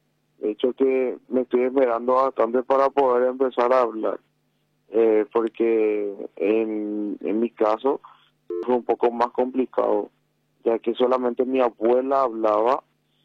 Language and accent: Spanish; Chaco, Paraguay; born there; also born or lived in Río Apa community, Vallemí; now in Asunción, Paraguay; Somos oriundos del Chaco.